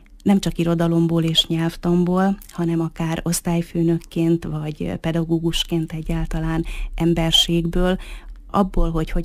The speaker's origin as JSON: {"language": "Hungarian", "town": "Mezőkövesd", "region": "Borsod-Abaúj-Zemplén", "country": "Hungary", "tie": "born or raised there", "moved": "as an adult", "lives_now": "Miskolc, Hungary", "said": "Miskolci születésű vagyok, bár Mezőkövesden nőttem föl. Igazából 18 éves koromtól ebben a városban élek."}